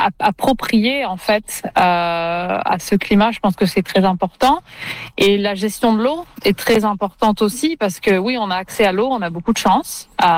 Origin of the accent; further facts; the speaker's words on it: Bordeaux, Nouvelle-Aquitaine, France; Donc j'ai grandi là-bas et j'ai fait du vin avec ma famille à Bordeaux